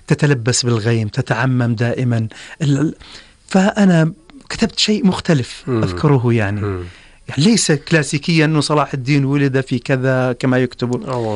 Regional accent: Kufranjah, Ajloun Governorate, Jordan; أنا ولدت في كفرنجي عجلون، وترعرعت في هذا المكان، عشت طفولتي وما زلت،

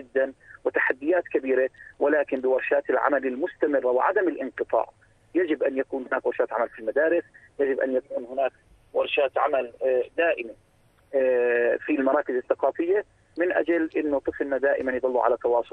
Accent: Jordan; لما نحكي إنه إحنا من الأردن نلاقي في احترام خاص لثقافتنا ولحضورنا الأردني.

